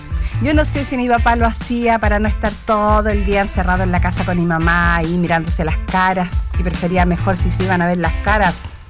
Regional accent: Santiago, Santiago Metropolitan Region, Chile; como yo viví y nací en Santiago

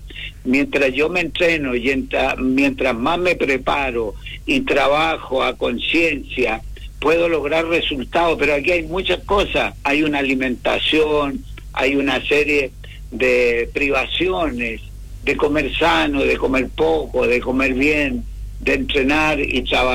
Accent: Coyhaique, Aysén, Chile; yo soy de Coyhaique

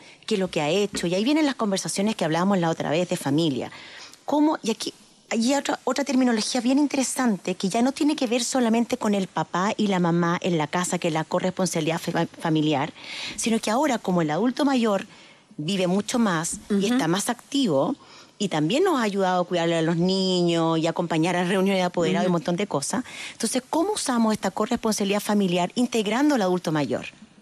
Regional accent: Chile; nosotros en Chile

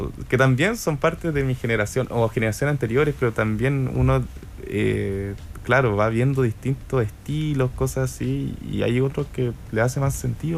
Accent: Chile; a veces es difícil viajar como siendo músico chileno

